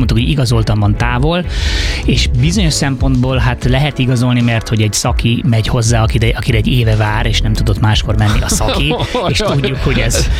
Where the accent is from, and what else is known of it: Hungary